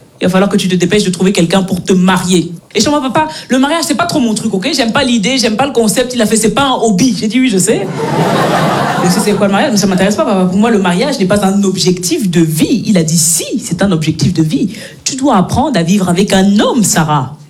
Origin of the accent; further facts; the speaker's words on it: Belgium; J'ai grandi en Belgique, mes parents sont nés, ils ont grandi au Cameroun. J'ai pas besoin d'aller en Afrique pour vivre des chocs culturels.